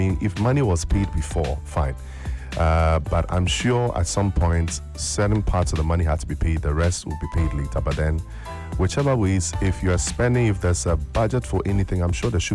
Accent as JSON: {"language": "English", "country": "Ghana", "said": "But for me, as a country, honestly, as a Ghanaian, I'm happy."}